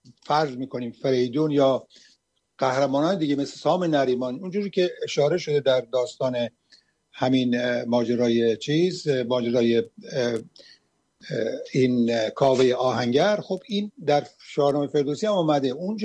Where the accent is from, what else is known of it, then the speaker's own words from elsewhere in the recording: Iran; ما یک ملت هستیم از زمان انقلاب مشروطه ایران